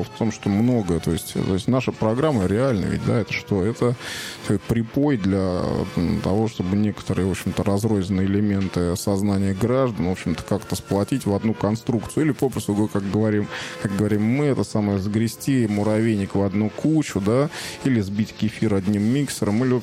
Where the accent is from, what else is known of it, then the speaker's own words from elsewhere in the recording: Russia; я русский